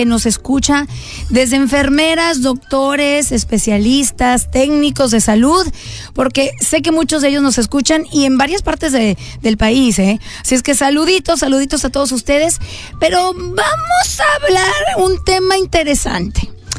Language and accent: Spanish; Guanajuato, Mexico; moved away; me acuerdo de mi mamá que decía que el doctor que me veía de chiquita allá en Guanajuato